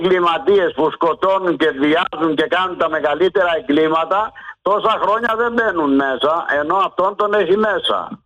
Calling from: Greece; Είμαι Έλληνας, κατάλαβες, είμαι Έλληνας

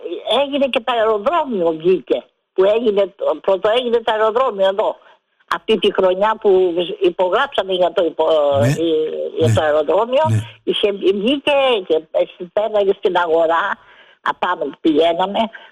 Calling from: Spata, Attica, Greece; από τα Σπάτα.

